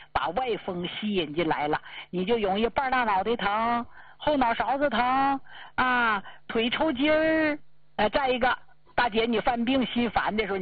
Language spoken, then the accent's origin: Chinese; Jilin, China; 让咱们吉林地区的患者，我的老家乡啊，我惦记